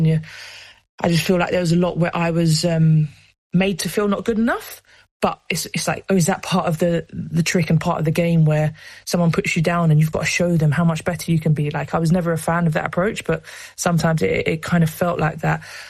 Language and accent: English; London, United Kingdom; because I don't realise I have an accent until I speak to other people who are not from South London